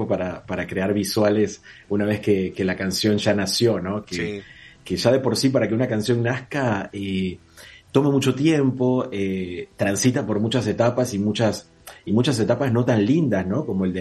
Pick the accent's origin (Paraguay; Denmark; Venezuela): Venezuela; moved away as an adult; now in Argentina; Yo nací en una casa, yo soy venezolano.